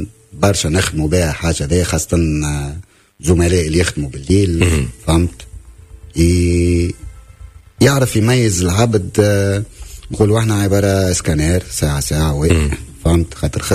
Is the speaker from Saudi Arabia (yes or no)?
no; Tunisia; احنا توانسة